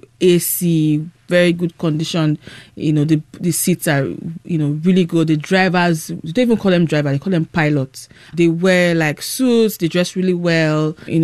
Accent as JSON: {"language": "English", "town": "Ibadan", "region": "Oyo", "country": "Nigeria", "tie": "born or raised there", "said": "Like, I grew up in Ibadan. I wasn't used to that hard life, but I had to, you know, use that mode of transportation if I wanted to get from point A to point B."}